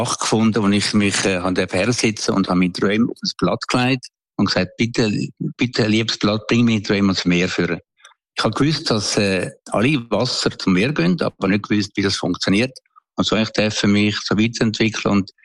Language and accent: German; Aeugst am Albis, Zurich, Switzerland; born or raised there